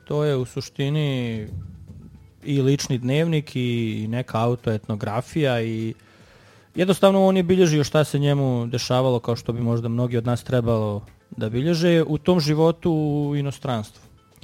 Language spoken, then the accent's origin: Bosnian; Sarajevo, Federation of Bosnia and Herzegovina, Bosnia & Herzegovina; born there; ja sam rođen u Sarajevu, kasnije sam odrastao svugdje, negdje u izbjeglištvu sa roditeljima, pa sam se ponovo vratio u Bosnu i bio takozvano raseljeno lice.